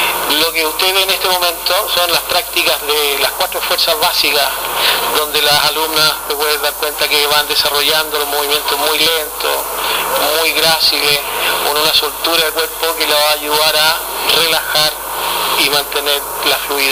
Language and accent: Spanish; Santiago, Santiago Metropolitan Region, Chile; moved away; Yo vengo desde Santiago, llegué el año 2008 y trajimos nuestras prácticas marciales a la región.